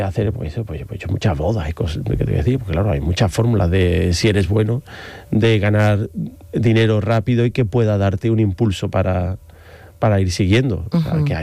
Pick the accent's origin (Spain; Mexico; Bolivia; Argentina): Spain; Seville, Andalusia; No, soy sevillano.